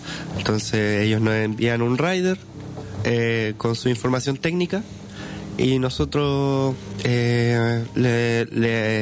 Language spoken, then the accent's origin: Spanish; Chile; soy de Chile